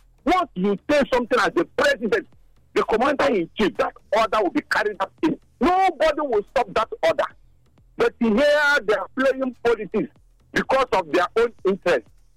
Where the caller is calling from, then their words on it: Benin City, Edo, Nigeria; I'm calling from Benin.